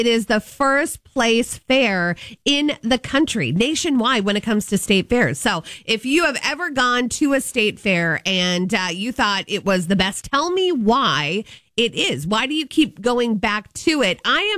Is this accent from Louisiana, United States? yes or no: no; Minnesota, United States; Being born and raised in Minnesota, this is so fun to see because for a while there, you know, there was a kind of a bad spotlight on the state.